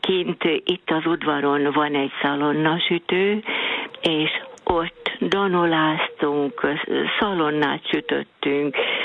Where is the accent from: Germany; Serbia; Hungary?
Hungary; Sáp, Hajdú-Bihar; moved away as an adult; now in Berettyóújfalu, Hungary; Én Sápon nőttem fel, és mikor férhez mentem Berettyóújfaluba